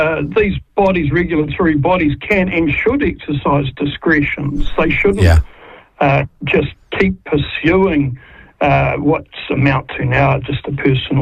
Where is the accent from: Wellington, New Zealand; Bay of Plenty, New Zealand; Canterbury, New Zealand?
Wellington, New Zealand; Hutt Valley; I grew up in the Hutt Valley with Belinda Moffat.